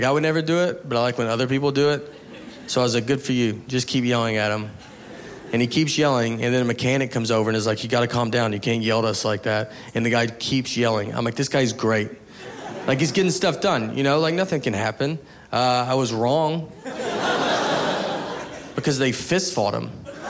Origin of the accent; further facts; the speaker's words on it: the South, United States; Growing up in the South, no one honks ever.